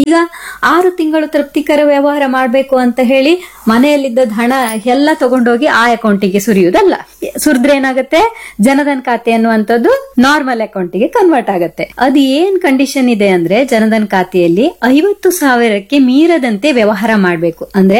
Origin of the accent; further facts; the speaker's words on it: Karnataka, India; ಓಡಿ ಅಂತ ಹೇಳಿದ್ರೆ ನಾವೆಲ್ಲ ಅಪ್ಪಟ ಕನ್ನಡಿಗರು ಅಲ್ವಾ, ಅಪ್ಪಟ ಕನ್ನಡಿಗರು ನಾವು